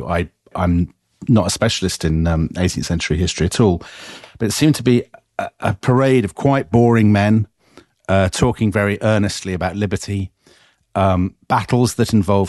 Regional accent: United Kingdom; as a Brit watching that, it was entertaining to see Americans flagellating themselves

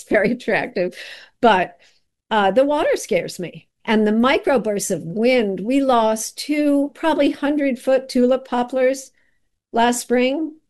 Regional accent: East Coast, United States

